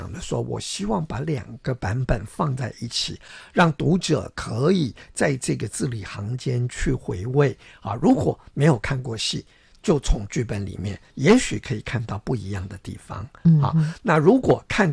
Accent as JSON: {"language": "Chinese", "country": "Taiwan", "first_language": "Taiwanese Hokkien", "second_language": "Chinese", "said": "因为我自己也是台湾人啊，那台语也是我的母语"}